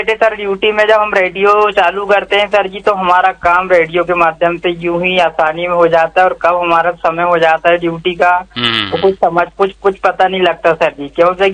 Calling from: Chhindwara, Madhya Pradesh, India

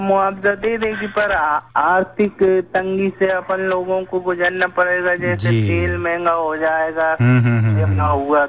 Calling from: Vidisha, Madhya Pradesh, India; MP Vidisha से बात कर रहा हूँ सर।

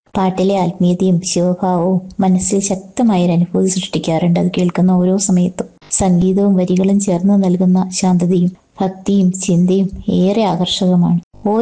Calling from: Palakkad, Kerala, India; ഞാൻ പാലക്കാട് നിന്നാണ്.

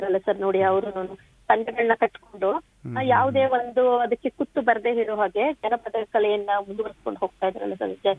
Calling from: Karnataka, India; ನಮ್ಮ ಊರಲ್ಲಿ ನಾನು ಹಿಂಗೆ ಹಿಂದೆನೂ ಹೇಳಿದ್ದೆ ಸರ್, ಸಿದ್ದರಬೆಟ್ಟ

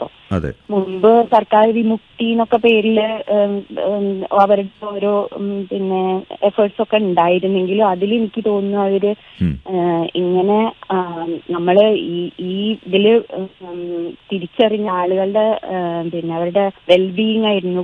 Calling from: Melattur, Kerala, India; മേലാറ്റൂരാണ് വീട്. മേലാറ്റൂര്.

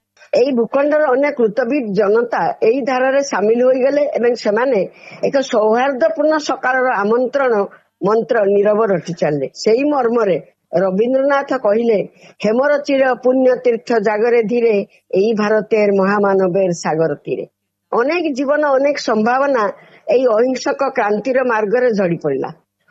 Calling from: Baripada, Odisha, India; ବାରିପଦାରୁ କହୁଛି, ସମାଜସେବୀ ଜଣେ।

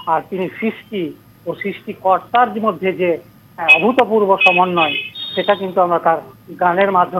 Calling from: Dubrajpur, West Bengal, India

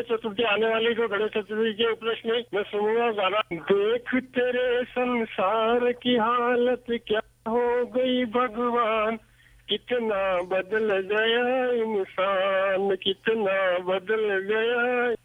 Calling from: Karunga, Rajasthan, India; मैं राजस्थान से बोल रहा हूँ। मेरा गांव का नाम तो है कारूंगा और तहसील है छोटी सावड़ी और जिला है प्रतापगढ़।

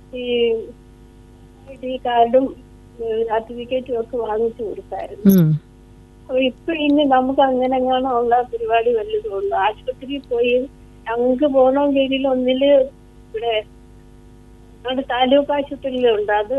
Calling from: Sooranad, Kerala, India; Sooranad Vayyankara.

